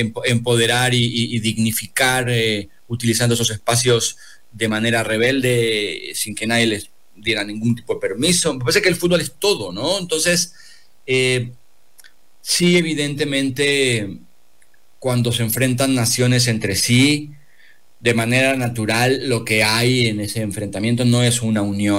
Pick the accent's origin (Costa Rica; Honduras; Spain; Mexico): Mexico; born there; also born or lived in Argentina; mi madre se exilió de Chile, se fue a Argentina, yo nací en Argentina, mi padre tuvo que exiliarse de Argentina y nos vinimos a México los tres. Entonces yo ya crecí en un hogar donde había una chilena, un argentino y a la vez vivíamos en México